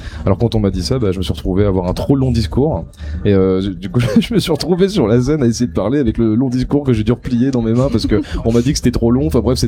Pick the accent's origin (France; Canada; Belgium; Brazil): France; Boulogne-sur-Mer, Hauts-de-France; moved away; Moi, je viens pas de Paris, je viens de Boulogne-sur-Mer